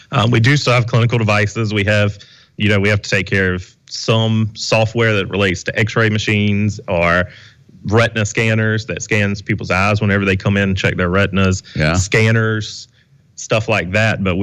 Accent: Pinewood, South Carolina, United States; And I'm actually from Pinewood, South Carolina.

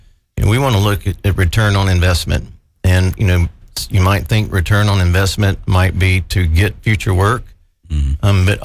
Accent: Somerville, South Carolina, United States; I'm from Somerville, South Carolina. That's where I grew up. So not too far down the road.

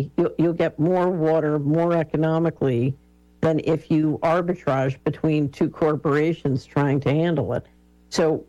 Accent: Philadelphia, Pennsylvania, United States; Yeah, I grew up in West Philadelphia.

